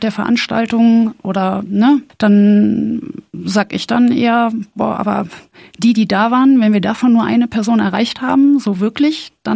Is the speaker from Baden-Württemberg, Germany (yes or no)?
no; North Rhine-Westphalia, Germany; born or raised there